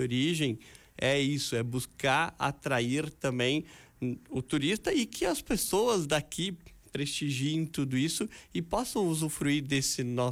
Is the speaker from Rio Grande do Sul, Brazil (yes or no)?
yes; Bento Gonçalves, Rio Grande do Sul, Brazil; Eu sou natural de Bento Gonçalves.